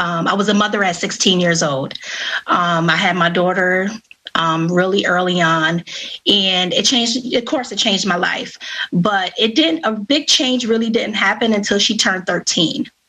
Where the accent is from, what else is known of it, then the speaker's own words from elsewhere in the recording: Rochester, New York, United States; And I am born and raised in Rochester, New York. I am a mother of three, 23, 12, and 3 years old.